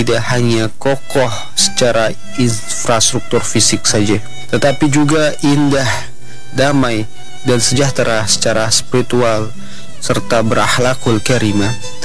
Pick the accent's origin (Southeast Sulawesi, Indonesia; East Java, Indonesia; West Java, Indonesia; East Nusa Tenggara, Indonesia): East Nusa Tenggara, Indonesia; kita warga Kabupaten Belu.